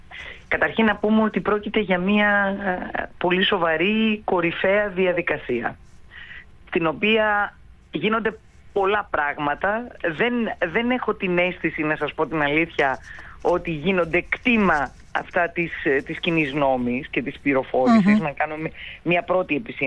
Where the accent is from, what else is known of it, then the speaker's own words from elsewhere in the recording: Thessaly, Greece; κατάγομαι από τη Θεσσαλία